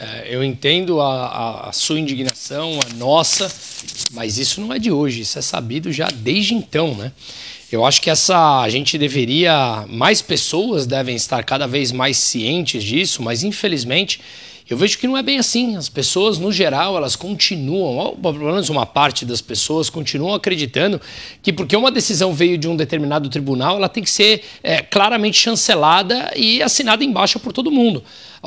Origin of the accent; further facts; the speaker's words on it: Brazil; uma grande revolta enquanto brasileiro